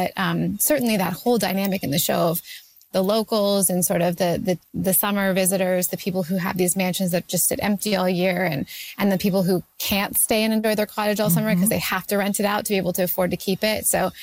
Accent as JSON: {"language": "English", "country": "Canada", "said": "I am always just always trying to set things in Canada about Canadians because I'm Canadian and like, why not?"}